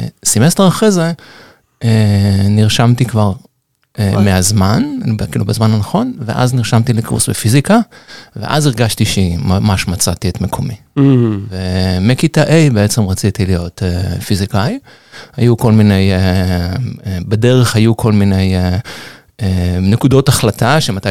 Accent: Holon, Tel Aviv District, Israel; גדלתי בחולון, היו בחינות לילדים כדי שהם יוכלו לעשות קורסים אחר הצהריים

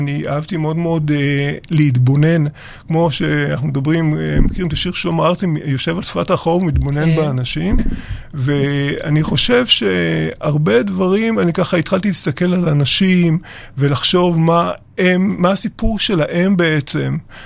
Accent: Kfar Saba, Central District, Israel; כן, אני גדלתי בכפר סבא, אני דור ראשון בארץ.

